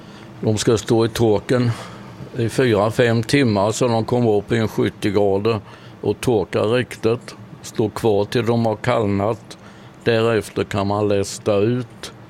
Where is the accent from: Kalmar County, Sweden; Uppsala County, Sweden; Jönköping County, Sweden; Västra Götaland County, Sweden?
Kalmar County, Sweden; Gullabo; jag är ju från Gullabo